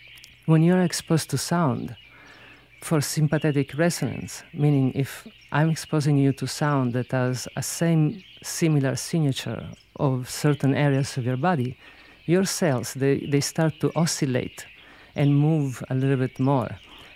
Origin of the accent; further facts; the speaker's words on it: Sicily, Italy; first language Sicilian; English is a second language; I grew up in Sicily, and as a child, I was very sensitive and curious about what I call the invisible world. Both in our language, in Sicilian, and among my grandmothers and community, we refer to everything as if it's alive.